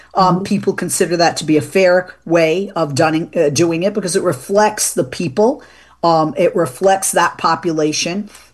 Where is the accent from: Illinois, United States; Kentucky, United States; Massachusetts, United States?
Massachusetts, United States; Boston; I'm from Boston, right? Born, bred, raised in Massachusetts.